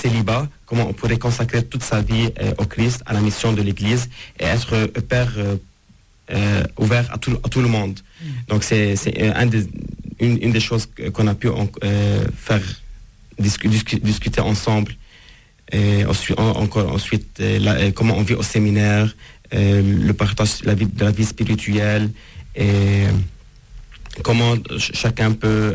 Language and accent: French; Lebanon; quelque chose que je suis en tant que Libanais en premier lieu, en tant que chrétien et puis en tant que séminariste